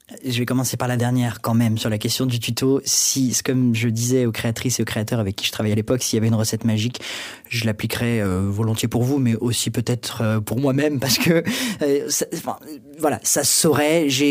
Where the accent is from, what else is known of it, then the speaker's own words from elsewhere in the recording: Paris, Île-de-France, France; En fait, donc moi, je suis né et j'ai grandi à Paris, d'un père québécois, et donc toute ma famille est au Québec. Donc j'ai vraiment grandi entre ces deux cultures.